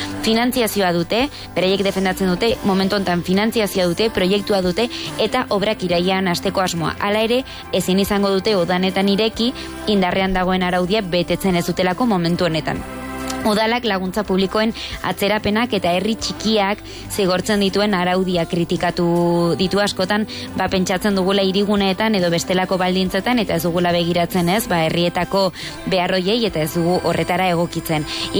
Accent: Elzaburu, Navarre, Spain; born there; nire herrian Eltzaburun

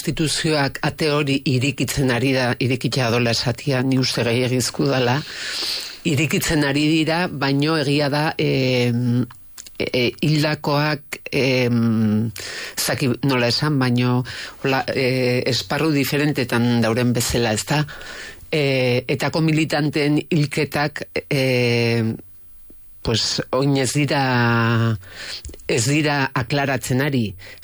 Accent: Pamplona, Navarre, Spain; born there; Hombre, hemen jaioa gara.

